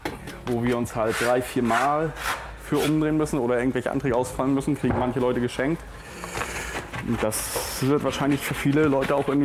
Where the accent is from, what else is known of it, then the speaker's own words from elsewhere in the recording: Wankenhagen, Mecklenburg-Vorpommern, Germany; Ich bin ja auch gebürtiger Wankenhägner sozusagen. Ich komme ja von hier.